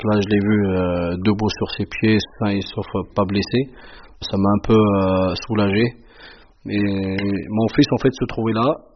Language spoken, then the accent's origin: French; Morocco; moved away as an adult; now in France; je suis marocain de nationalité. Je suis arrivé à l'âge de 19 ans, j'ai fait des études ici en France.